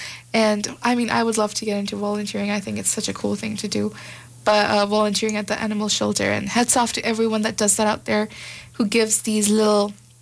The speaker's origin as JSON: {"language": "English", "town": "Winnipeg", "region": "Manitoba", "country": "Canada", "moved": "as an adult", "lives_now": "Calgary, Canada", "said": "When I first moved to Calgary back in 2022, I was so amazed that there was a festival or something every weekend. I was like, what is going on? We're both from Winnipeg, guys."}